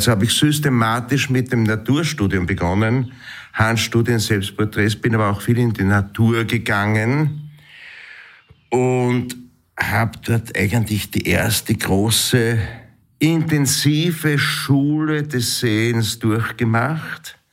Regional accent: Schärding, Upper Austria, Austria; moved away as an adult; also born or lived in Gmunden; das wurde ja schon bereits erwähnt. Ich wurde 1962 in Scherding am Inn geboren, also sehr weit weg vom Burgenland. War 9 Jahre Scherding, Volksschule und so weiter.

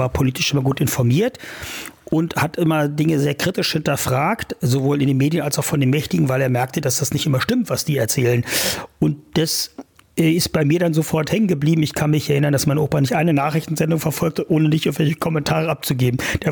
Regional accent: Saxony-Anhalt, Germany; Ich bin ja in Altmark geboren und groß geworden. Ich hatte eine wunderschöne Kindheit und Jugend.

